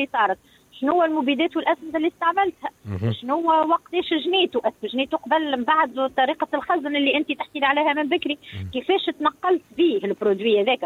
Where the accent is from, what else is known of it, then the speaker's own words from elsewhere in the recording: Tunisia; انا جسوي تونيزيان، انا تونسية ونحب بلادي